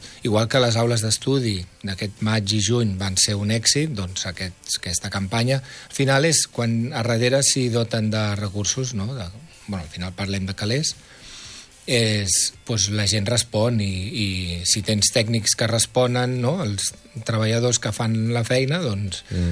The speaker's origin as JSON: {"language": "Catalan", "town": "Barcelona", "region": "Catalonia", "country": "Spain", "said": "Jo sóc de Barcelona"}